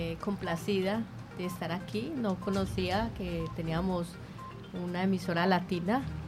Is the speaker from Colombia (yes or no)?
yes; Pereira, Risaralda, Colombia; moved away; Colombiana, de Pereira.